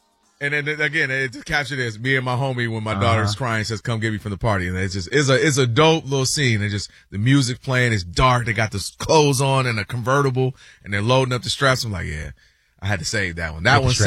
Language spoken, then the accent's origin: English; Ann Arbor, Michigan, United States; So growing up, and I grew up in Ann Arbor, Michigan